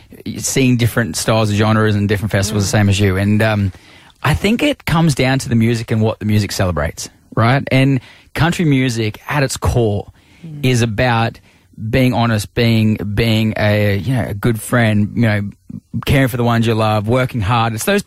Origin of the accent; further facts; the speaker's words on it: Australia; I'm an Aussie boy, grew up here